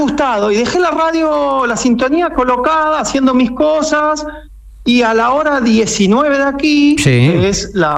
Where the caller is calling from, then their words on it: Quilmes, Buenos Aires Province, Argentina; yo escucho desde la ciudad de Quilmes, que es una ciudad que está a 25 kilómetros de la capital federal de Buenos Aires.